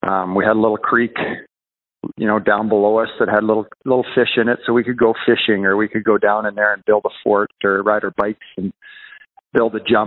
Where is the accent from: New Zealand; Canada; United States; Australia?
Canada; Cranbrook, British Columbia; also born or lived in Edmonton / Cassiar; I was born in Edmonton, went back to Cassiar. We lived there probably until I was about 3 years old and then moved to Cranbrook at that point.